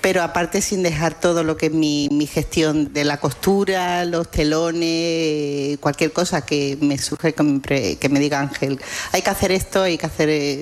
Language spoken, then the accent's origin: Spanish; Andalusia, Spain; los tenemos nosotros y somos andaluces.